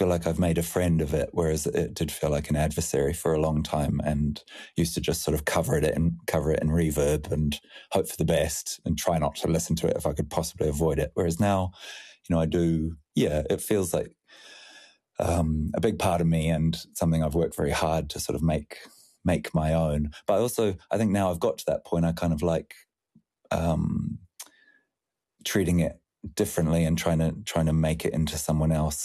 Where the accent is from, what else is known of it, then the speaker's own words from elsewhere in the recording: New Zealand; particularly when I was younger and growing up in New Zealand, and there weren't many songwriters around in Australasia that I really sort of aspired to be.